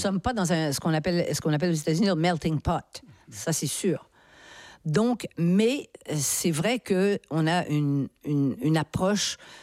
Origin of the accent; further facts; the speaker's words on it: Quebec, Canada; Oui, nous sommes des Nord-Américains. Ça je m'en suis rendu compte en arrivant ici.